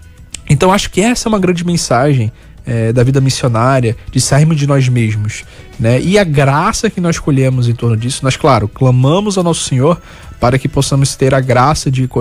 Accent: Recife, Pernambuco, Brazil; now in Rio de Janeiro, Brazil; Eu sou de Recife, mas não deixa de ser do Nordeste. Eu vim do Nordeste para o Rio de Janeiro.

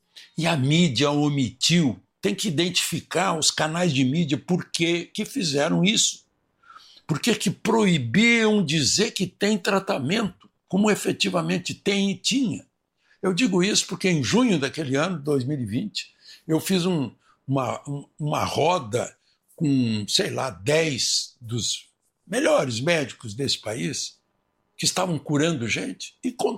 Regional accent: Brazil

